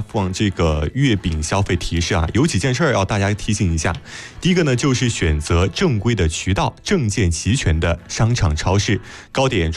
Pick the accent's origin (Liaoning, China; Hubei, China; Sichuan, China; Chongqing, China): Hubei, China; Yichang; 咱们宜昌人自己的中秋。